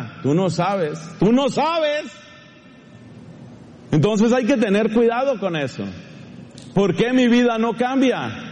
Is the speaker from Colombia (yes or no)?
yes; Colombia; yo, como colombiano, le tengo mucho cariño al plátano